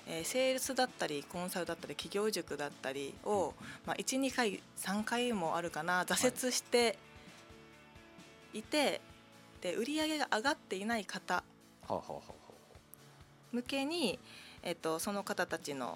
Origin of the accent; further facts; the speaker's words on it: Okinawa, Japan; 生まれも育ちも。